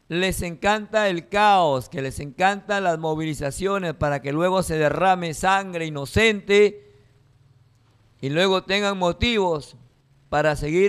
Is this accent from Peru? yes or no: yes; Peru; todos somos peruanos